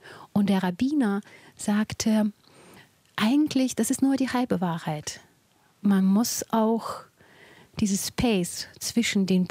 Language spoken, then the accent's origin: German; Ukraine; moved away as an adult; now in Germany; Ich bin in der Ukraine geborene Judin und bin mit 19 nach Deutschland gekommen.